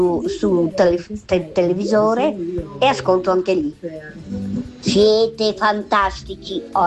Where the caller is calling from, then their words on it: Gemona del Friuli, Friuli-Venezia Giulia, Italy; da Gimona del Friuli.